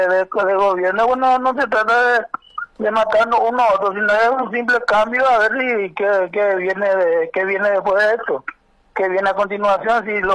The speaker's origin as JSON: {"language": "Spanish", "country": "Paraguay", "said": "Yo tengo una diferencia, está siendo paraguayo, ya sea en este caso nosotros los paraguayos, me hacen una diferencia."}